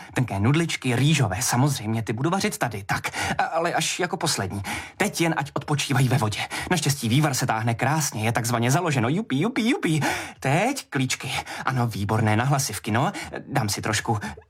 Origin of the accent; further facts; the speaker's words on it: Vietnam; Ano, jsem z Vietnamu. Moje maminka mě učila vařit, když jsem byl dítě.